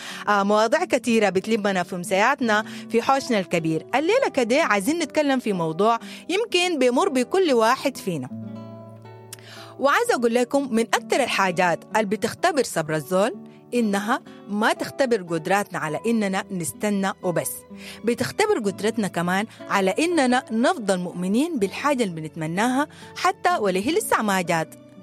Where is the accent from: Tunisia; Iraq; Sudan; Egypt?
Sudan; نحن كسودانيين